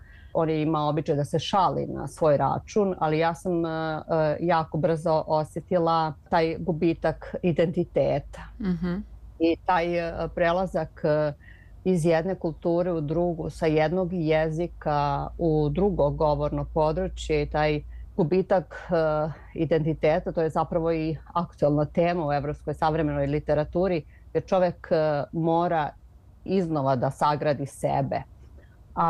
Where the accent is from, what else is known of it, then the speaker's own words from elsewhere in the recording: Serbia; drugačije nego što su u Srbiji ili koje su slične kod nas u Srbiji